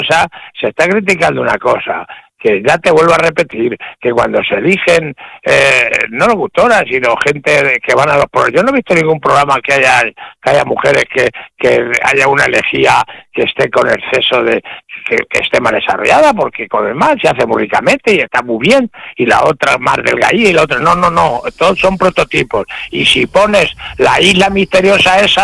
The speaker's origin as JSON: {"language": "Spanish", "country": "Spain", "said": "Soy español"}